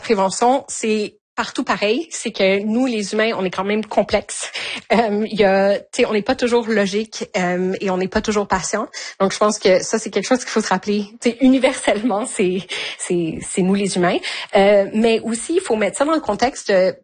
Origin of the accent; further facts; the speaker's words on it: Canada; pour moi en tant que Canadienne.